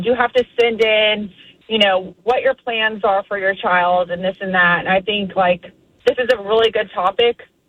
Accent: Florida, United States; now in Maryland, United States; I'm from Florida originally, moved to Maryland, and the schools are a little wild here.

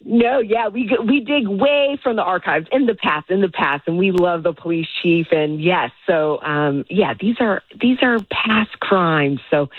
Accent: Vista, California, United States; born and raised in Vista.

